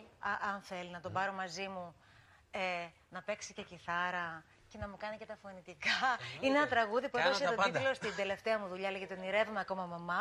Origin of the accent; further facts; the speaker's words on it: Cyprus; τα παιδικά μου χρόνια στην Κύπρο